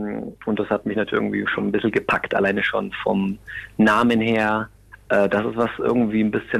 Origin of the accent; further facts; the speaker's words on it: Italy; als Italiener selber haben wir gesagt, okay, gib mal Gas und nimm das Italienische mit.